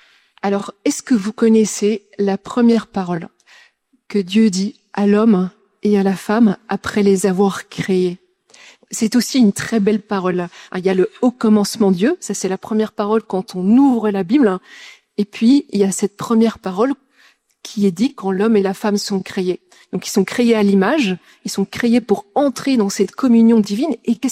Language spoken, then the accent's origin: French; Brussels-Capital Region, Belgium; now in Paris, France; Moi, je suis née à Bruxelles. J'ai grandi dans la banlieue bruxelloise. Et puis, je suis arrivée à Paris.